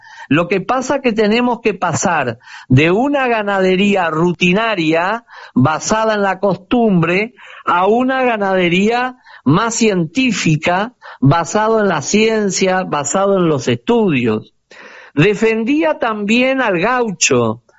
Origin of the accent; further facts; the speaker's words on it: Uruguay; lo que somos todos los uruguayos